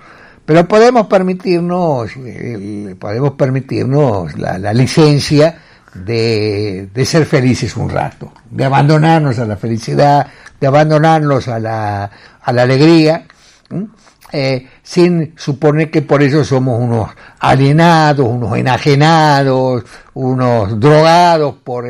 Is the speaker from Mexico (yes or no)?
no; Argentina; No somos solamente argentinos porque hay una selección argentina, somos argentinos por mucho más cosas.